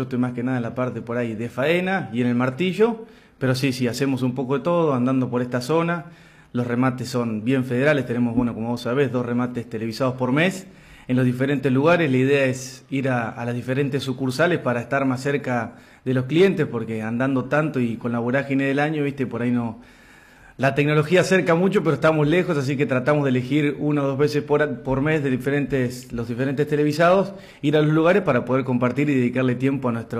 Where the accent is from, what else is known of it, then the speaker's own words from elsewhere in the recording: San Antonio de Areco, Buenos Aires Province, Argentina; De San Antonio de Areco.